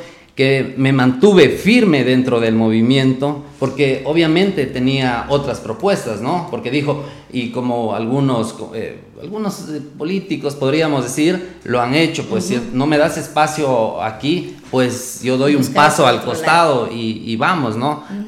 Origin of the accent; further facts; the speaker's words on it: Huambi, Morona Santiago, Ecuador; Huambi, mi tierra